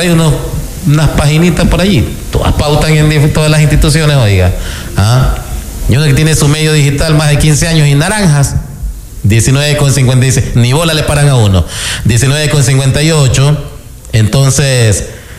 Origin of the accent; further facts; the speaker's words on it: Ecuador; el Estado ecuatoriano somos todos los ecuatorianos